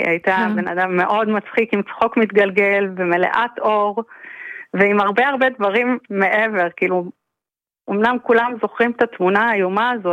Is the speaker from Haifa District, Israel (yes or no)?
no; Nir Oz, Southern District, Israel; moved away as an adult; now in Kiryat Gat, Israel; אני בת קיבוץ ובת לאבא שלי היה ממייסדי הקיבוץ